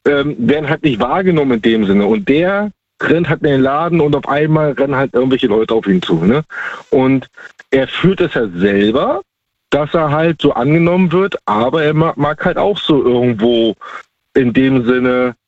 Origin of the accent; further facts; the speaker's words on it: Germany; Ich bin ursprünglich aus der Ostsee, da oben die Ecke.